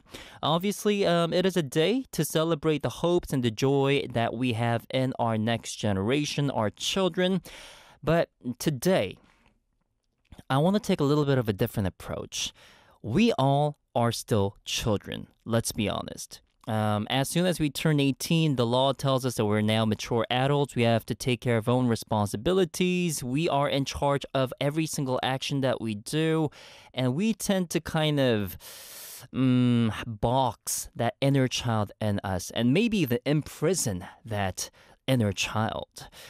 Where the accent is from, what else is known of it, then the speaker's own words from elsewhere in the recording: Canada; now in South Korea; growing up in Canada